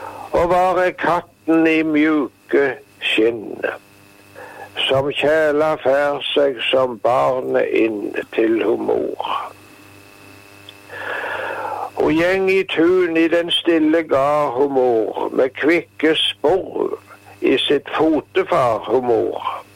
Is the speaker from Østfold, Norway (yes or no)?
no; Rogaland, Norway; Men jeg tenker litt grann tilbake på Jæren der jeg vokste opp.